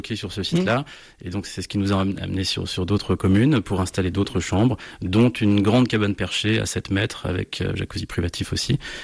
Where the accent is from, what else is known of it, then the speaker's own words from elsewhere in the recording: Île-de-France, France; moved away as an adult; now in Burgundy, France; J'ai grandi dans le Val d'Oise chez mes parents.